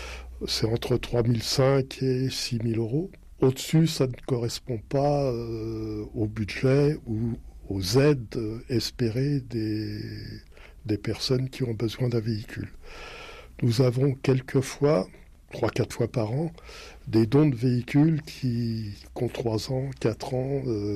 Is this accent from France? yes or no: yes; Paris, Île-de-France, France; Complètement, parce que, vous savez, je suis parisien d'origine, c'est facile de dire on peut se passer de voiture.